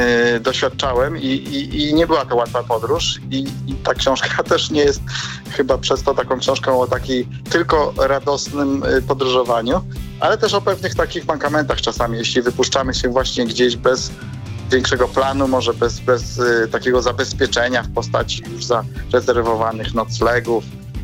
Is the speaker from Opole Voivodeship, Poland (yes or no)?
yes; Opole, Opole Voivodeship, Poland; moved away as an adult; also born or lived in Japan; No akurat opolszczyzna, a konkretnie miasto Opole, to jest miejsce, w którym się wychowałem